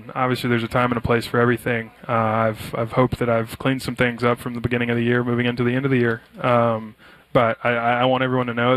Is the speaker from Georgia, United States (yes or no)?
no; Tennessee, United States; About 20 miles north of Memphis, Tennessee.